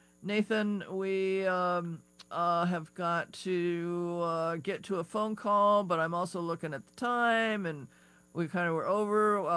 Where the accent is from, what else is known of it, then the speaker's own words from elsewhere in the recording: Chicago, Illinois, United States; born there; moved away; the city of my birth, I was born in Chicago.